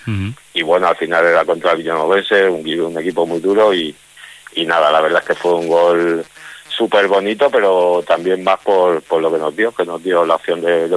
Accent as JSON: {"language": "Spanish", "town": "Jaraíz de la Vera", "region": "Extremadura", "country": "Spain", "said": "Jaraíz, bueno, es el equipo de mi pueblo"}